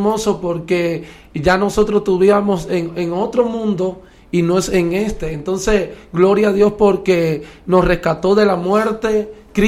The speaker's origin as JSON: {"language": "Spanish", "region": "Holguín", "country": "Cuba", "moved": "yes", "lives_now": "United States", "said": "Ah, vengo de Cuba, de la nación de Cuba y de la provincia Holguín."}